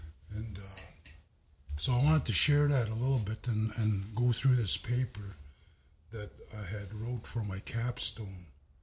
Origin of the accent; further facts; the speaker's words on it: Samson, Alberta, Canada; I'm from Sampson here. Born and raised here and grew up here most of my life.